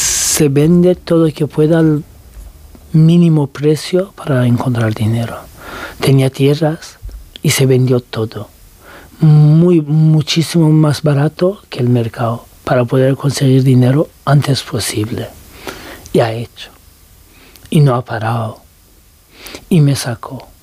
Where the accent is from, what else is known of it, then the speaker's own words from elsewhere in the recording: Turkey; Spanish is a second language; now in Spain; da igual que seas también turco, porque digo, soy turco y podía pasar más sí.